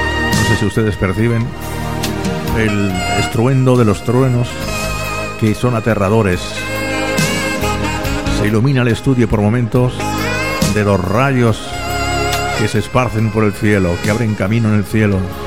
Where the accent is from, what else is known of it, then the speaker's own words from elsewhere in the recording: Córdoba, Andalusia, Spain; Por Cartagena, por Córdoba, mi tierra